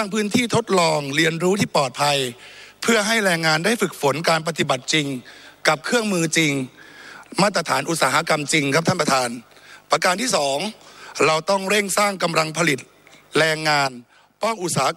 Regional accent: Kalasin, Thailand; เดิมผมเองเป็นคนกรสินเกิดที่จังหวัดกรสินโตที่กรสิน

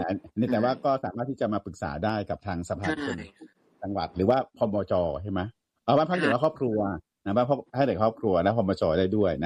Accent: Mae Chai, Phayao, Thailand; now in Bangkok, Thailand; เป็นคนพะเยานะสมัยโน้น

